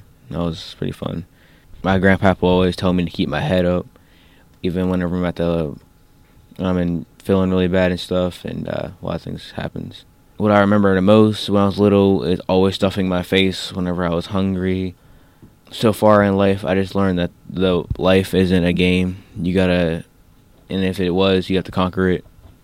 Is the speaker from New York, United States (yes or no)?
no; Pittsburgh, Pennsylvania, United States; born there